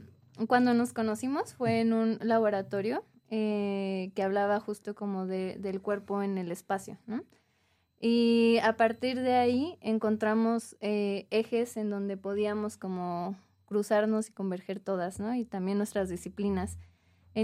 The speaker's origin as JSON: {"language": "Spanish", "town": "Ciudad Juárez", "region": "Chihuahua", "country": "Mexico", "said": "Soy de Ciudad Juárez, pero ya tengo un ratito viviendo acá."}